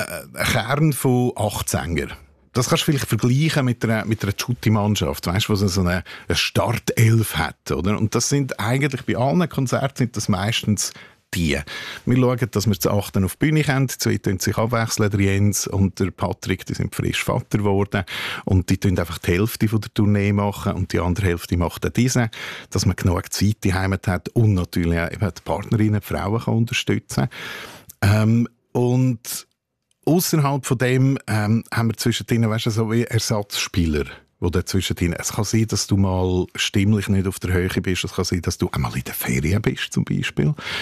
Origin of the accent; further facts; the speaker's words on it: Bern, Switzerland; habe jetzt auch bei meinem Lied dürfen, ein bisschen Glarnerdeutsch fehlen, weil das liegt immer als Berner nicht so.